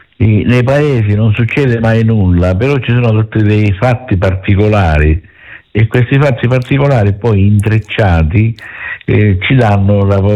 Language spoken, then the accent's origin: Italian; Rosolini, Sicily, Italy; il mio paese d'origine è Rosolini